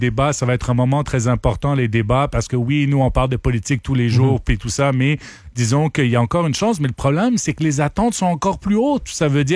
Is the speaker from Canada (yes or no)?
yes; Ottawa, Ontario, Canada; Moi, je viens d'Ottawa